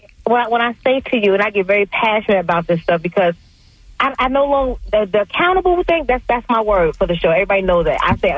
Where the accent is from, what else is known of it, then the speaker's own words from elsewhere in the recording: New York, United States; I'm from New York as well.